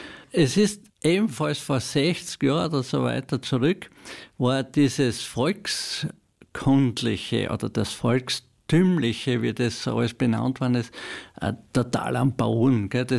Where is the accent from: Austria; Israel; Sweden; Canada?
Austria; Feldbach, Styria; Ich bin ja am Hauptplatz von Völbach aufgewachsen, in einem städtischen Bereich.